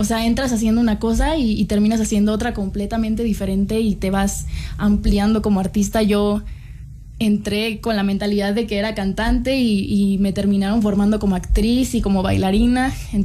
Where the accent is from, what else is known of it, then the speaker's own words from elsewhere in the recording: Monterrey, Nuevo León, Mexico; now in Mexico City, Mexico; yo que vengo de Monterrey, obviamente toda la gente de otras ciudades pues queremos venir aquí a la capital a cumplir nuestros sueños